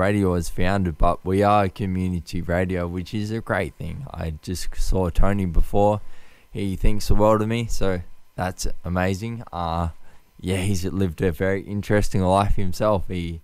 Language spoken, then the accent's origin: English; Australia; I am Australian, and just because we're in a spot of bother right now doesn't mean we should jump ship.